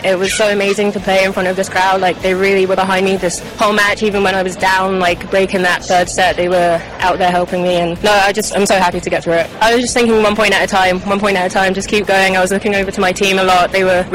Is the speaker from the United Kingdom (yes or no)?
yes; United Kingdom; being British, playing at home.